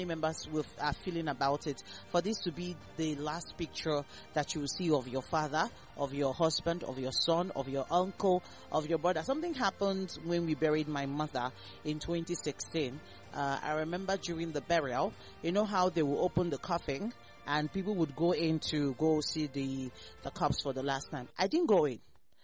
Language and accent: English; Nigeria; as a Nigerian